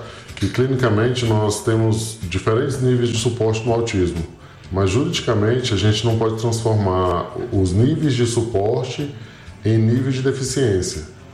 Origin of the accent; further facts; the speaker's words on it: Brasília, Federal District, Brazil; Fui criado Ceilândia, Riacho Fundo, Guará.